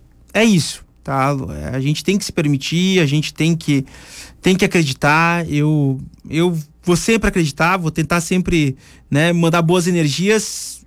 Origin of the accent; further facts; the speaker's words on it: Brazil; Que como eu é brasileiro.